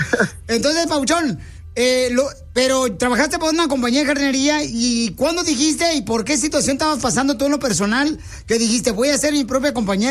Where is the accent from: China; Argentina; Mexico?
Mexico; ¡Viva México! Sí. Así somos nosotros los mexicanos.